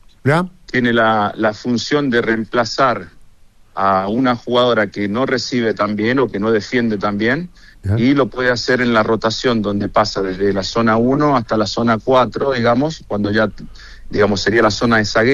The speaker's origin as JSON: {"language": "Spanish", "region": "San Juan", "country": "Argentina", "moved": "as an adult", "lives_now": "Santiago, Chile", "said": "no soy de Buenos Aires, soy de San Juan, una zona que está muy cerca de acá, exacto. Pero ya llevo 14 años en Chile viviendo, casado con chilena."}